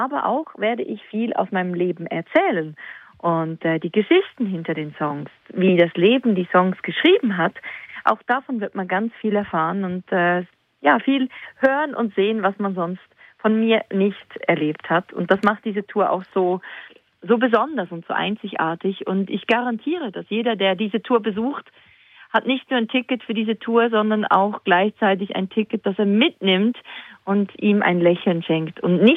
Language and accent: German; Switzerland; Die Schweiz ist meine Heimat. Die Schweiz sind meine Wurzeln. Und bis heute ist es natürlich die Energie, die ich habe, tanke ich auch immer wieder in der Schweiz. Wenn ich nach Hause komme, wenn ich zu Hause bin, ich genieße die Berge, ich genieße die Natur.